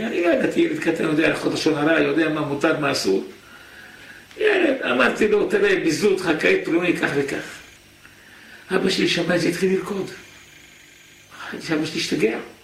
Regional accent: Jerusalem, Jerusalem District, Israel; born there

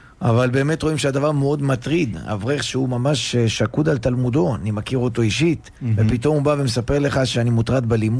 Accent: Netanya, Central District, Israel; כן, לא קריית השרון החדשה, יותר חלק של שכונת מישב, מי שמכיר.

